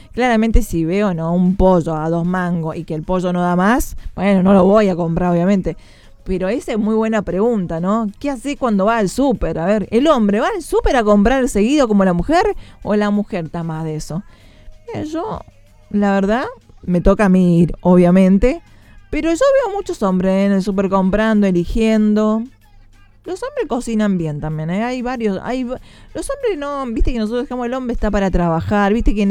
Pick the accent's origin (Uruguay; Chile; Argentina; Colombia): Argentina; Mendoza; Soy mendocina, una mezcla porteña, puntana, pero el Cuarteto es lo más.